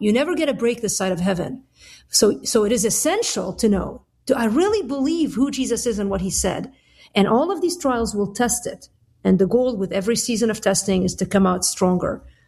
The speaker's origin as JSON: {"language": "English", "country": "Lebanon", "tie": "born or raised there", "lives_now": "United States", "said": "Like, I'm Lebanese. I grew up in Lebanon. And this is the essence of the American dream."}